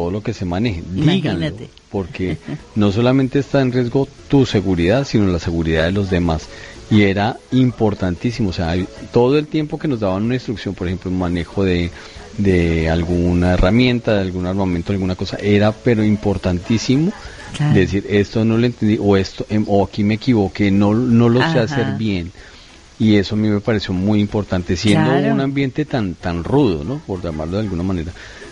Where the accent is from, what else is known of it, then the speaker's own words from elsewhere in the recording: Colombia; Yo tuve la oportunidad de prestar el servicio militar en Colombia, ajá, en mi país.